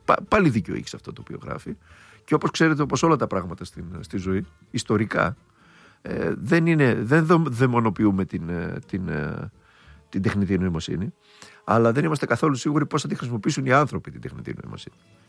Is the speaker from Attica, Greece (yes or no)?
no; Thessaloniki, Central Macedonia, Greece; αφού είμαι Θεσσαλονικιός.